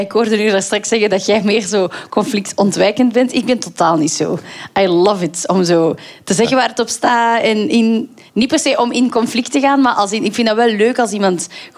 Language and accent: Dutch; Antwerp, Belgium; accent: Antwerp; Allee, je kunt daar niet in het Antwerps beginnen.